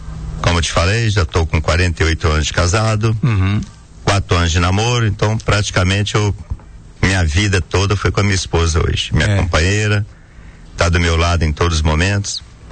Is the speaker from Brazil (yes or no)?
yes; Bom Jesus do Galho, Minas Gerais, Brazil; Eu sou de Bom Jesus do Galho.